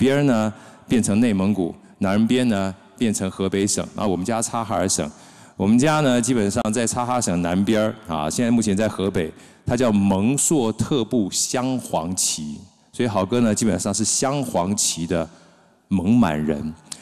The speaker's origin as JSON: {"language": "Chinese", "region": "Taichung", "country": "Taiwan", "said": "我是后里人，但是我的祖先呢，就是我的祖籍呢，"}